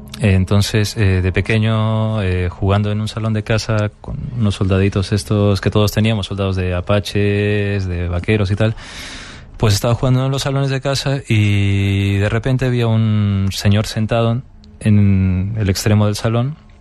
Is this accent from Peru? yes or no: yes; Peru; now in Madrid, Spain; yo soy de Perú y mi abuela falleció en Arequipa, en el sur de Perú, y yo estaba aquí en Madrid.